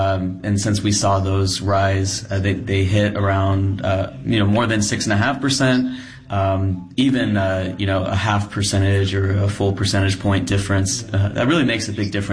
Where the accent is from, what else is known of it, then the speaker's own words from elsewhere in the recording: Austin, Texas, United States; I'm from Austin.